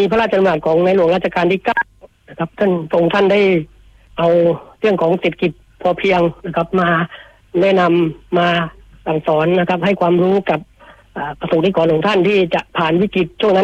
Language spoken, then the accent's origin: Thai; Kanchanaburi, Thailand; moved away as an adult; also born or lived in Bangkok; now in Chiang Rai, Thailand; ผมเป็นภูมิลำเนานะครับอยู่ที่จังหวัดกาญจนบุรีนะครับเกิดเป็นคนกาญจนบุรีแล้วก็ได้ไปทำงานที่กรุงเทพมหานครนะครับหลังจากเรียนจบก็ไปทำงานที่กรุงเทพมหานคร